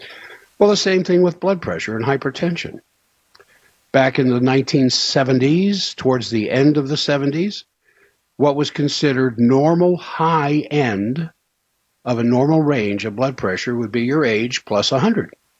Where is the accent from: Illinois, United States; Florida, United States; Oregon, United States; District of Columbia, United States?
District of Columbia, United States; Washington; now in Salt Lake City, United States; I grew up in Washington, D.C., came out west to go to school, and discovered the West.